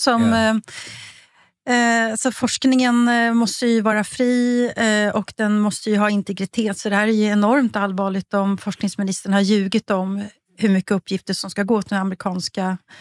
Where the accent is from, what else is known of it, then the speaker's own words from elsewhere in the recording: Sweden; Riksrätt, alltså som svensk så låter ju det som att man blir arkebuserad mot en vägg ungefär.